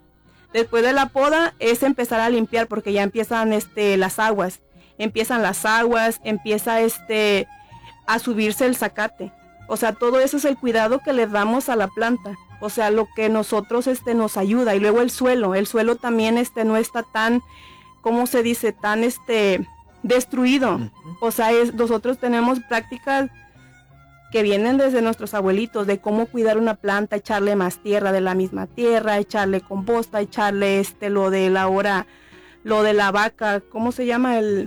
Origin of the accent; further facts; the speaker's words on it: Zacualpan, Colima, Mexico; ahí en mi pueblo pues decimos variedades